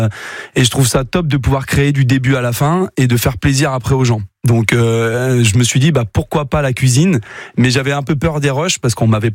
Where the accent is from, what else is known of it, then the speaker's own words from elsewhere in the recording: France; on est français